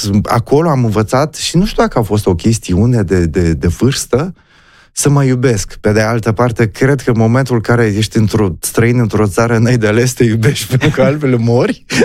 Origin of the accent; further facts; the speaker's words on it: Romania; now in France; sunt și român și sunt și francez, dar de-abia aștept să mă întorc acasă.